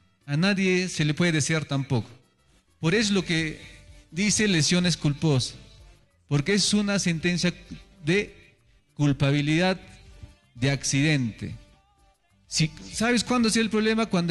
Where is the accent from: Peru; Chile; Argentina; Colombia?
Peru; Carlos Fermín Fitzcarrald Province, Ancash; nuestros hermanos de acá, de nuestra provincia Fiscarral.